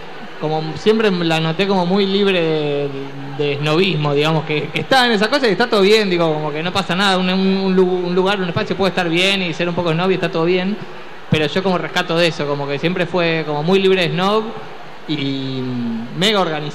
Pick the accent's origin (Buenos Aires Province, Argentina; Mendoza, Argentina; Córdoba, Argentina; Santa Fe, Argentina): Buenos Aires Province, Argentina; La Plata; te decían, ah, sos de La Plata